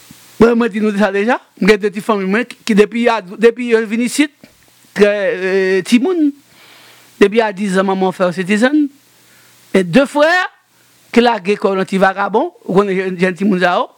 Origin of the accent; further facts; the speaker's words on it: Haiti; Vous voyez là, on est haïtien américain, carrément, vous voyez là, les Haïti.